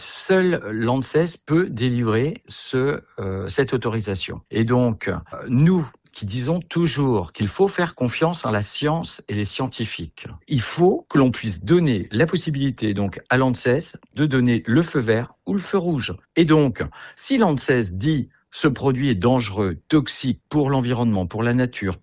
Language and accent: French; France; chez nous en France.